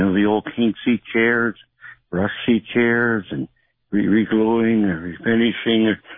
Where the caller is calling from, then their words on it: Allentown, Pennsylvania, United States; I'm 60 miles from Philadelphia, with Bethlehem, or Allentown.